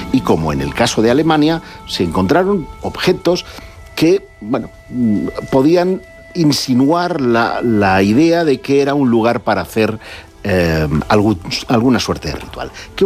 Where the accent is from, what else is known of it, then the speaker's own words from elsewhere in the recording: Terrassa, Catalonia, Spain; En mi ciudad de origen, en Tarrasa, está uno de los conjuntos monumentales románicos más importantes de todo el país.